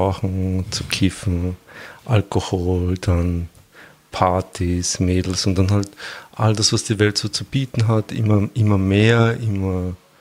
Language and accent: German; Bosnia & Herzegovina; ich komme ursprünglich aus Bosnien, bin...